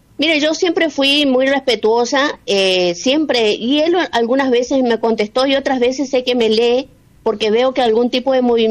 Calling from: Campo Largo, Chaco, Argentina; de aquí, de Campo Largo.

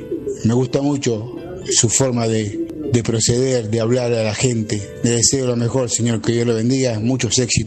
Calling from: José C. Paz, Buenos Aires Province, Argentina; yo vivo en José C. Paz.

